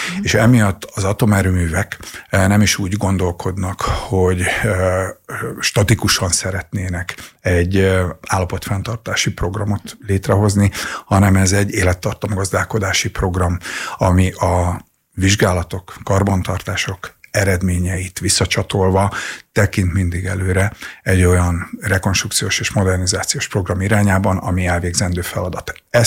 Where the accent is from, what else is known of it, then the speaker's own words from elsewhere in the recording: Paks, Tolna, Hungary; Paksiként